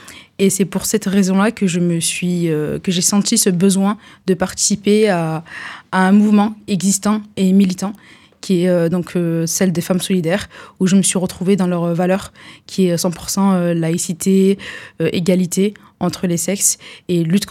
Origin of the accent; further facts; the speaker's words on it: Valence, Auvergne-Rhône-Alpes, France; donc j'ai 29 ans. Je suis née sur Valence et j'y vis actuellement. J'ai grandi dans notre belle commune de Valentinoise.